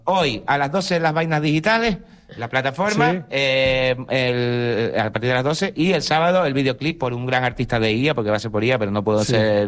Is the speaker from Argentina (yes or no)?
no; San Cristóbal de La Laguna, Canary Islands, Spain; yo soy de la Cuesta, de donde es el alcalde